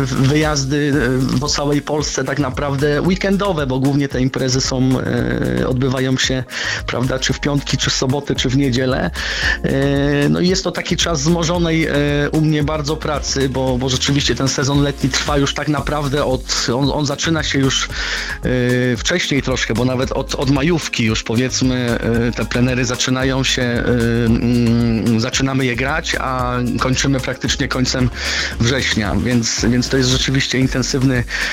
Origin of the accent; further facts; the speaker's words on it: Jasło, Subcarpathian Voivodeship, Poland; ja urodziłem się w Jaśle, to jest piękna, malownicza miejscowość na Podkarpaciu